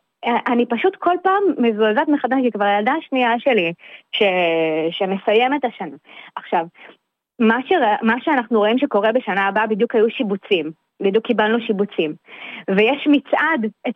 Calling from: Tel Aviv, Tel Aviv District, Israel; אני מתל אביב.

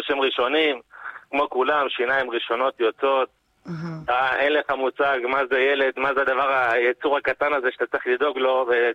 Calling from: Yehud, Central District, Israel; אני מיהוד, בן 34.

